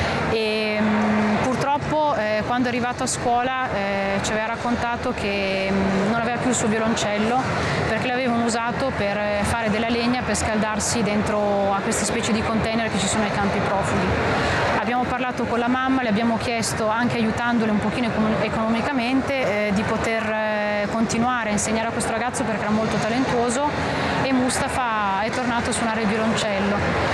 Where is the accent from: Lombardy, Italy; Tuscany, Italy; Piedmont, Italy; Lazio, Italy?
Lombardy, Italy; Varese; moved away as an adult; also born or lived in Milan / Lugano; now in Jerusalem, Israel; sono originaria di Varese, quindi ho studiato a Varese, poi al Conservatorio Verdi di Milano, poi a Lugano ho fatto le mie lauree di musica